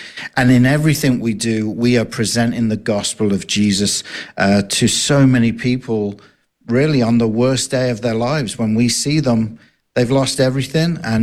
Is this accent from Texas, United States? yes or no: yes; Texas, United States; accent: Texas; And I'm glad you like my Texas accent.